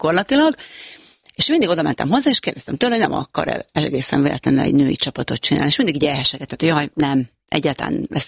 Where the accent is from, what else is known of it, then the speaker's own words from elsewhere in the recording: Újpest, Budapest, Hungary; én ugye Újpesten nevelkedtem